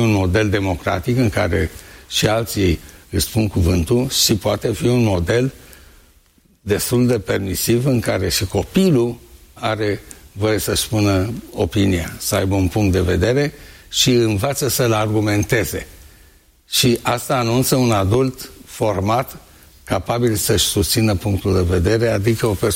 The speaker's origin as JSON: {"language": "Romanian", "town": "Alexandria", "region": "Teleorman", "country": "Romania", "tie": "born or raised there"}